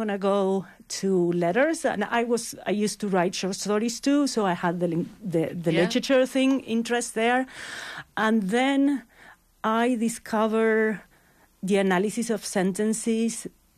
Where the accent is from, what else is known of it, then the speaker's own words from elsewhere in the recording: Buenos Aires, Argentina; moved away as an adult; also born or lived in United States; now in Toronto, Canada; So I'm from Buenos Aires, Argentina, and I studied there and undergraduate. And then I did some master studies in Patagonia in the south of Argentina in a university there.